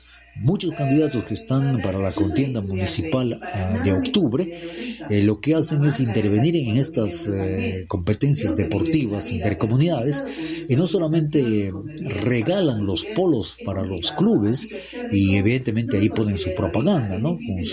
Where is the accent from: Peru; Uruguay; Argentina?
Peru; Lamas, San Martín; yo soy de Lamas